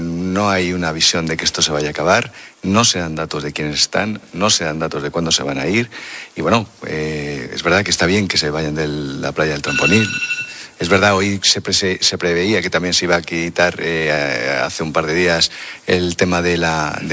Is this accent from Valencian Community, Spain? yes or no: no; Community of Madrid, Spain; now in Ceuta, Spain; Es verdad que yo soy madrileño, que llevo 25 años aquí, pero yo soy caballa.